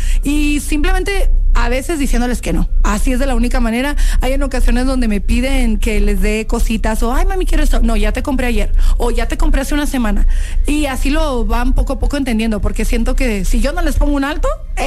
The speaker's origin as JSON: {"language": "Spanish", "town": "Ameca", "region": "Jalisco", "country": "Mexico", "moved": "yes", "said": "Yo soy de Ameca, Jalisco."}